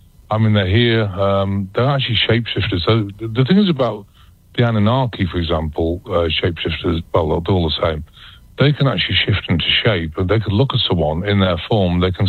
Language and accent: English; United Kingdom; accent: British; now in United States; Well, actually, I'm American. I became a citizen in 2017, but I'm still got a British accent